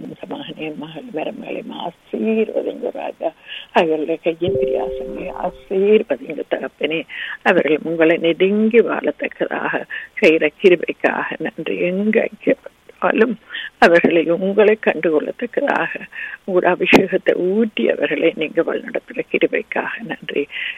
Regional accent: Sri Lanka; moved away; அந்த சிறிய நாங்கள் பிறந்து வளர்ந்த அந்த சிறிய தீவுக்காக

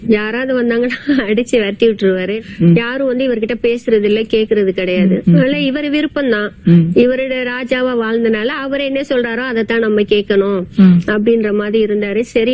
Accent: Madurai, Tamil Nadu, India; moved away; நான் என் சொந்த ஊர் மதுரை

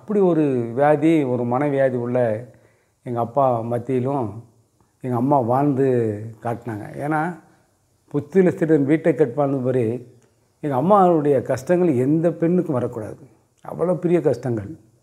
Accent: Tirunelveli district, Tamil Nadu, India; எனக்கு சொந்த ஊர் வந்து திருநெல்வேலி மாவட்டம் தாளையத்து பக்கத்தில் பாலாமடங்கிற ஒரு சின்ன கிராமம், தாமிரபரணி ஆற்று ஓரத்தில் இருக்குது. நல்ல விவசாயம் செய்யக்கூடிய இடம். அங்கே தான் நான் பிறந்து வளர்ந்தது.

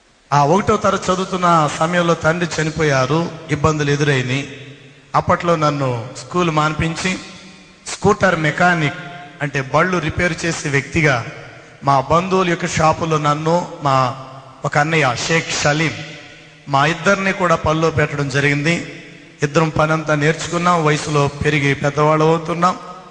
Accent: Rajahmundry, Andhra Pradesh, India; born or raised there

